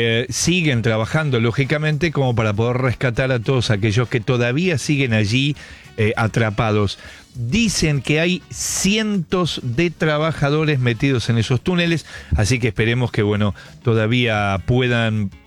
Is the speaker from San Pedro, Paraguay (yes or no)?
yes; Tobuna, San Pedro, Paraguay; soy de Tobuna, departamento de San Pedro.